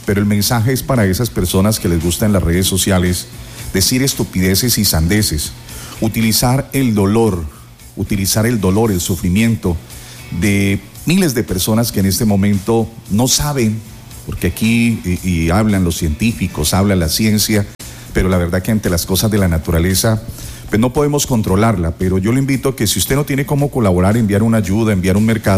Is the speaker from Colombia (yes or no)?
yes; Colombia; Y si hay algo que nos identifique independientemente de la manera de pensar, es que todos somos colombianos.